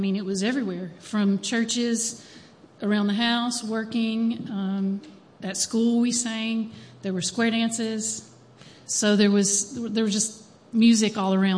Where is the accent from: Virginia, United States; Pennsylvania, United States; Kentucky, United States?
Kentucky, United States; I grew up in Letcher County, but I also learned a lot of music in Clay County.